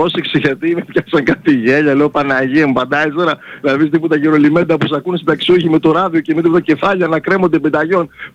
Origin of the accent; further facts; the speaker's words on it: Greece; είμαι Έλληνας 15 γενιών